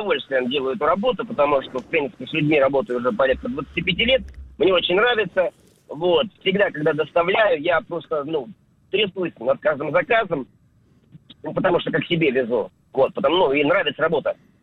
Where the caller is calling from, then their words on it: Stavropol, Stavropol Krai, Russia; я из Ставрополя вам звоню, сам подрабатываю курьером.